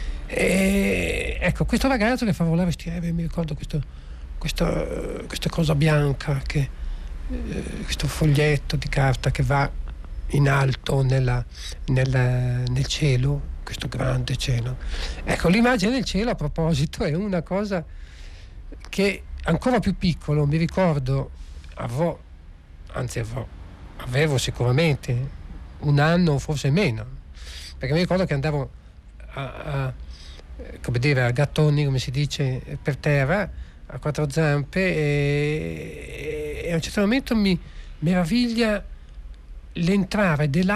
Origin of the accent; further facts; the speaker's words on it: Genoa, Liguria, Italy; io sono nato a Genova, ma da padre di Cagliari.